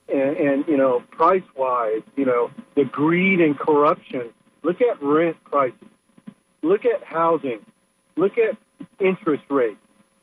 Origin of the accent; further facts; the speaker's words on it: Oklahoma, United States; moved away as an adult; You know, I'm from Oklahoma originally, transferred here in 92.